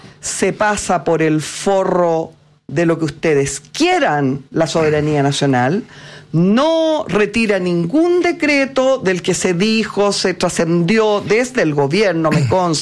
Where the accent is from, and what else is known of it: Chile